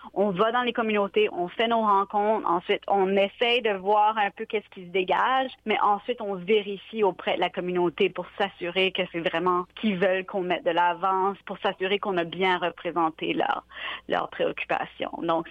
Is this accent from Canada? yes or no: yes; Moncton, New Brunswick, Canada; Moi, je suis originaire de Moncton. J'ai grandi en parlant chiac dans la cour d'école.